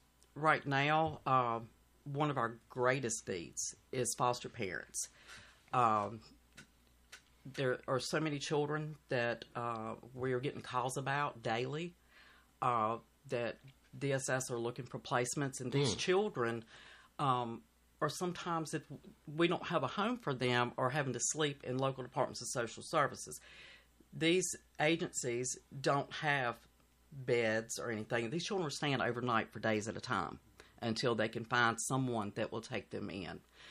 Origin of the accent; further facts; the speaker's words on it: Danville, Virginia, United States; I am a Danville native.